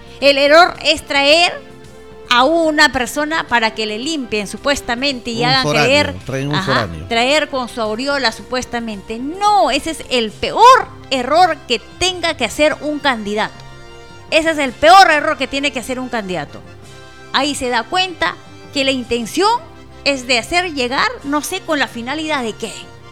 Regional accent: Mazamari, Junín, Peru; somos de acá, somos de Masamari, nos quedamos acá

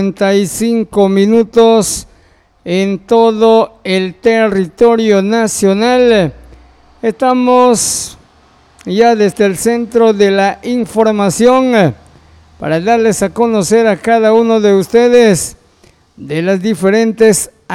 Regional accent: Mexico; Y nosotros como mexicanos, decimos, de corazón al pueblo del Salvador

